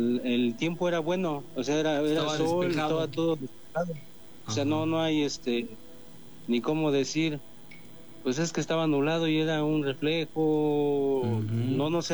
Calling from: Ixtapaluca, State of Mexico, Mexico; Yo soy precisamente de Ixtapaluca, bueno, más precisamente del Cerro del Tejolote

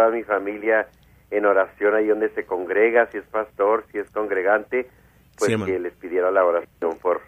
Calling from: Ciudad Juárez, Chihuahua, Mexico; acá en Juárez

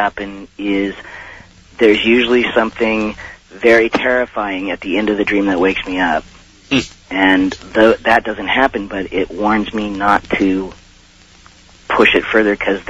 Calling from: Bolinas, California, United States; I'm calling from Bolinas, California.

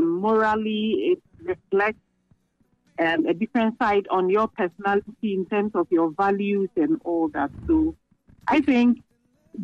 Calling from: Ashoman Estate, Greater Accra, Ghana; I'm calling from Ashoman Estate.

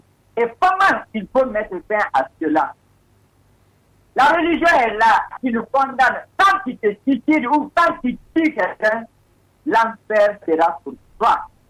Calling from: Lola, Nzérékoré Region, Guinea; surtout chez moi à Lola là-bas

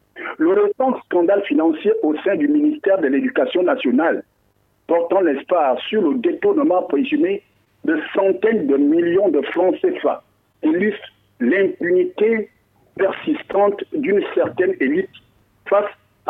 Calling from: Libreville, Estuaire, Gabon; du Grand Libreville.

